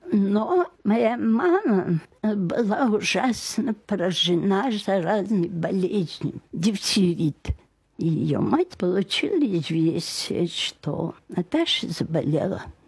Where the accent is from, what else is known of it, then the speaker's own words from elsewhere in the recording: Tver, Tver Oblast, Russia; born there; Родилась я в Твери.